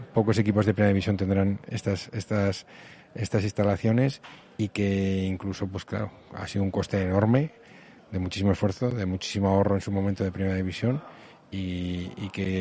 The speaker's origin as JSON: {"language": "Spanish", "town": "Pamplona", "region": "Navarre", "country": "Spain", "tie": "born there", "said": "creo que de Osasuna está claro que viene de serie, porque soy nacido en Pamplona, jugador de la cantera desde los 11 hasta los 29 años."}